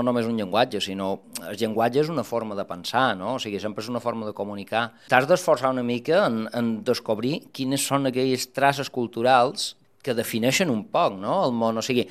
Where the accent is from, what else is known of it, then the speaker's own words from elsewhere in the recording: Búger, Balearic Islands, Spain; accent: Búger; Bujarró, sí. Estic molt orgullós del meu accent Bujarró.